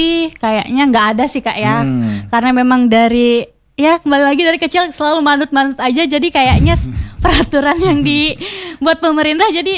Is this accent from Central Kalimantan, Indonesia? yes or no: yes; Sambadanum, Central Kalimantan, Indonesia; Kalau di Palangkaraya itu ada balap, di Katingan itu di tempat saya ya. Saya kan dari desa Sambadanum.